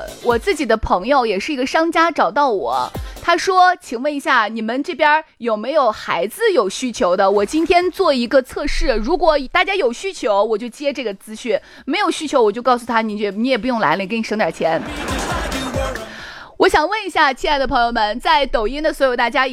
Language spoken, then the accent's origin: Chinese; Shaanxi, China; 反正对于我们陕西人来说